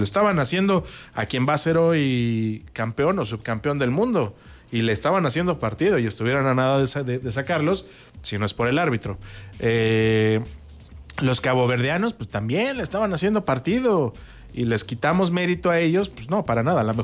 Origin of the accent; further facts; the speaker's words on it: Mexico; lo que nos ocurría a nosotros como mexicanos